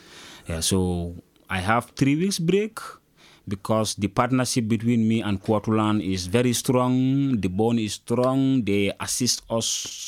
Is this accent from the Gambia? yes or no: yes; Gambia; now in Italy; the first day that we are coming from the Gambia, we landed in Milan at 4 o'clock.